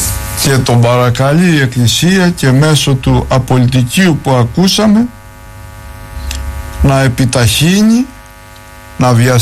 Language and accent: Greek; Greece; Που είμαστε Έλληνες Ορθόδοξοι